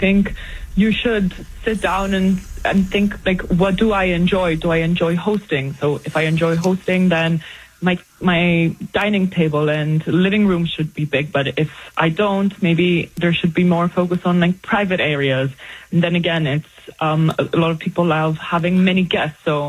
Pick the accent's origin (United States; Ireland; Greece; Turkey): Greece; I am from Greece. I've grown up going to Antiparos, and it's my island that feels like home every summer.